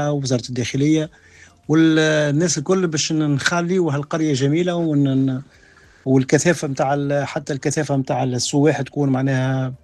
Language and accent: Arabic; Tunisia